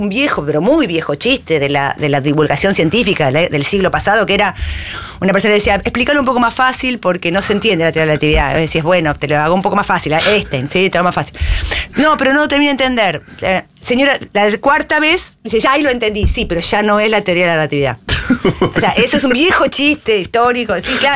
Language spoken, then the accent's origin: Spanish; Argentina; para nosotros en Argentina